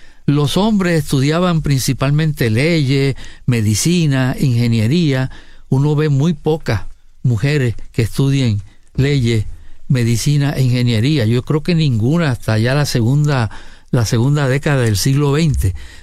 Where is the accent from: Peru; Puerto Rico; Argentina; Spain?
Puerto Rico; Corozal; ella me decía que no había escuela superior en Corozal, en mi pueblo.